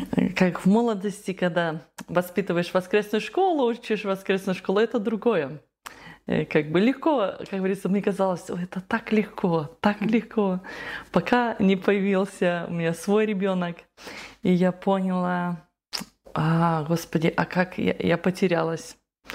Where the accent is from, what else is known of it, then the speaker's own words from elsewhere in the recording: Russia; moved away; Вот мы выросли, когда в России росли, у нас соседи были неверующие, и мы ходили на воскресную школу по субботам